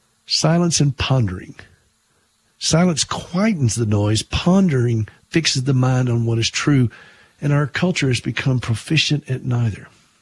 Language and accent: English; South Carolina, United States; moved away; my hometown there in South Carolina